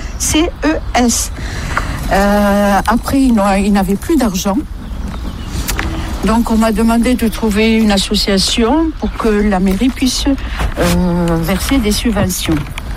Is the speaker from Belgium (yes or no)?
no; Cellier, France; now in Chambord, France; J'ai supplié mon mari de revenir sur Montauban, et moi j'ai atterri à Cellier, là où j'ai grandi avec mes parents et mes frères et sœurs. Et de Cellier, je suis partie aux Chênes. Des Chênes, je suis à Chambord.